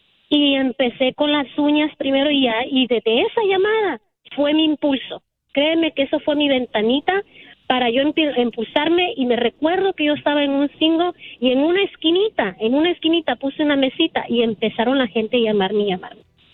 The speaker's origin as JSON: {"language": "Spanish", "town": "Puerto de La Libertad", "region": "La Libertad", "country": "El Salvador", "said": "soy originaria de El Salvador, Puerto de la Libertad, y mi negocio es un salón de belleza."}